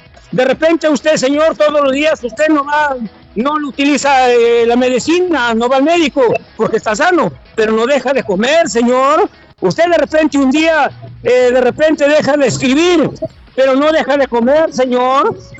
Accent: Peru; lo que exigimos los agricultores del Perú

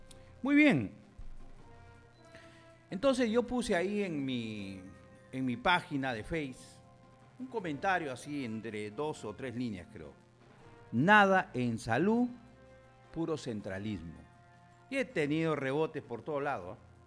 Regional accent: Peru; Yo estoy por el Perú, como cualquier peruano. Quiero que le vaya bien a mi patria

